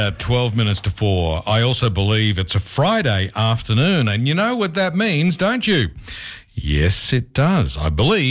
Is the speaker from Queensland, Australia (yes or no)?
yes; Queensland, Australia; As a Queenslander, I'm okay with supporting the Broncos in the NRLW final against the Roosters.